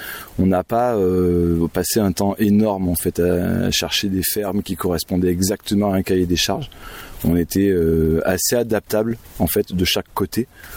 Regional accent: Provence-Alpes-Côte d'Azur, France; moved away as an adult; also born or lived in Grenoble; now in Lozère, France; voilà, je suis arrivé en Lozère en 2017, je suis originaire du Vaucluse

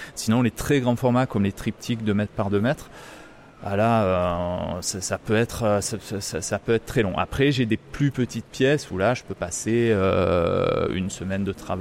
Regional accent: Vernègues, Provence-Alpes-Côte d'Azur, France; je suis sculpteur et peintre. Je viens de Vernègue, qui est un petit village à côté de Salon-de-Provence, qui est à peu près à 1h30-2h de route d'Aiguemortes.

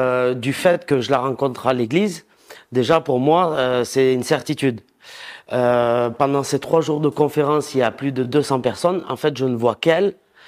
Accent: Perpignan, Occitanie, France; Bonjour Alonso, moi j'ai 37 ans … je suis de Perpignan.

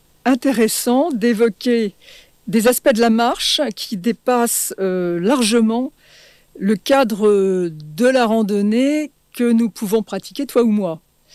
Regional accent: France; comme je suis française malgré mon nom

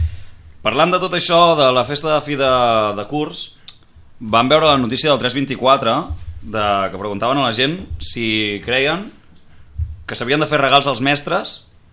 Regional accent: Catalonia, Spain; nosaltres, com a catalans del sud

